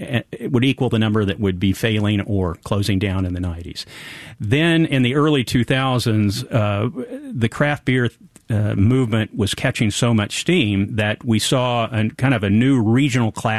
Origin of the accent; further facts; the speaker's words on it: Wisconsin, United States; if somebody knows I'm from Wisconsin